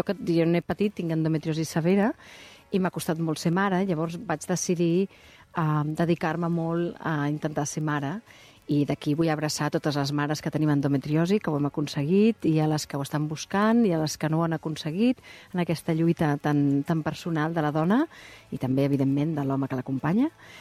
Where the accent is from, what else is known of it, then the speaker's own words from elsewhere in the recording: Catalonia, Spain; com a actriu catalana i espanyola tinc més feina aquí a Catalunya i a Espanya que no pas a Anglaterra.